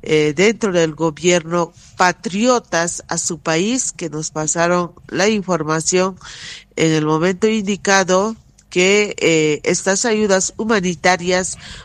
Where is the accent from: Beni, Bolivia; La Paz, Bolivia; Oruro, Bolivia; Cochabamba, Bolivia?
Cochabamba, Bolivia; Nosotros como pueblo boliviano o como la región del trópico de Cochabamba